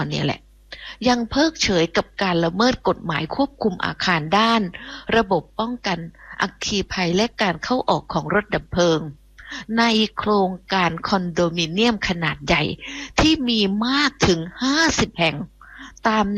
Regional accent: Phuket, Thailand; now in Bangkok, Thailand; ดิฉันนี่จากเกาะดิฉันเป็นคนภูเก็ตเนาะดิฉันเป็นคนเกาะนะมาอยู่กรุงเทพโดนนานแปลว่ามาอยู่กรุงเทพนานก็มาตั้งแต่เรียนหนังสือ

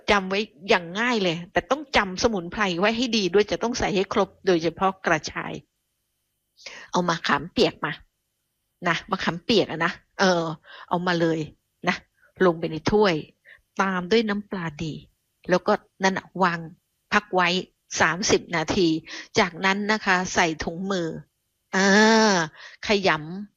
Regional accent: Phuket, Thailand; born there; now in Bangkok, Thailand; เกิดเป็นคนกรุงเทพในเวลานี้แต่จริงอ่ะดิฉันน่ะเกิดจริงดิฉันเกิดถนนดีบุกจังหวัดภูเก็ตเนอะแต่ช่วงนี้ดิฉันอยู่กรุงเทพ

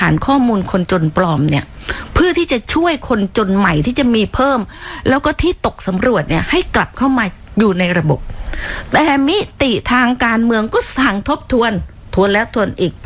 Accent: Southern Thailand, Thailand; เราเป็นคนใต้นี้นะ

